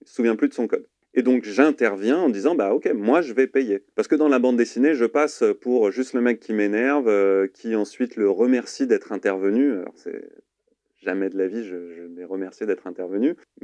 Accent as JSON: {"language": "French", "country": "France", "tie": "born or raised there", "said": "Je suis blanc, je suis né en France, mes parents sont nés en France. Je suis un Français de souche, en fait."}